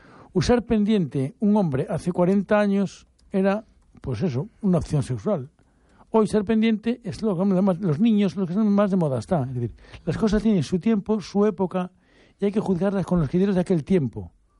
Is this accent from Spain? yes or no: yes; A Coruña, Galicia, Spain; como buen coruñés, o al menos como coruñés